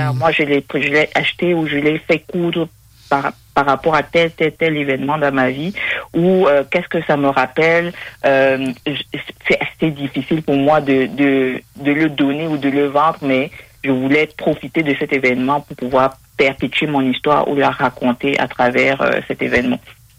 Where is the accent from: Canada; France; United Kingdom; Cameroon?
Cameroon; Je suis originaire du Cameroun.